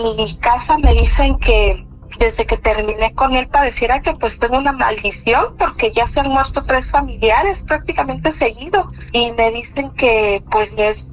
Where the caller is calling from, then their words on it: Dallas, Texas, United States; De Dallas.